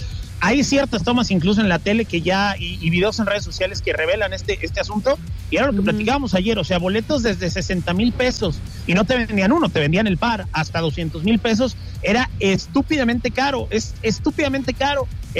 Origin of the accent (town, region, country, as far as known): Mexico